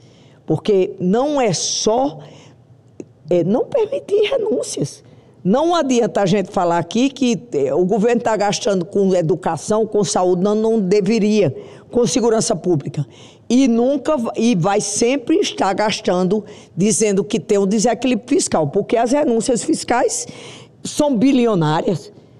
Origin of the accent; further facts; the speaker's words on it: Northeast Region, Brazil; Nasci e cresci no Nordeste e via a seca